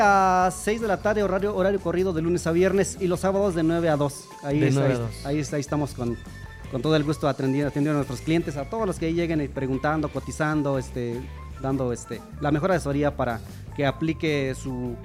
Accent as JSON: {"language": "Spanish", "town": "Llano Grande", "region": "Michoacán", "country": "Mexico", "said": "Yo soy de ahí, de Llano Grande, para ser exactos."}